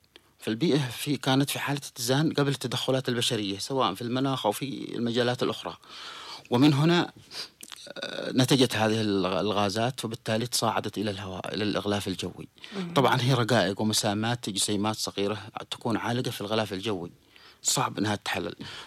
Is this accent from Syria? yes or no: no; Yemen; بلادنا اليمن